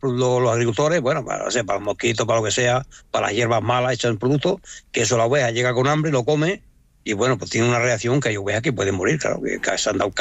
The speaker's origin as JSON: {"language": "Spanish", "region": "Extremadura", "country": "Spain", "said": "Yo soy de Extremadura, ¿no? En mi casa, en Extremadura y en la finca, pues allí organizo las parideras"}